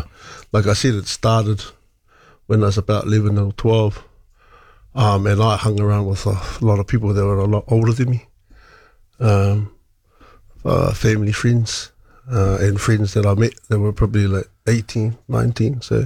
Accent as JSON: {"language": "English", "town": "Tokoroa", "region": "Waikato", "country": "New Zealand", "tie": "born or raised there", "said": "I was born and bred in Tokoro."}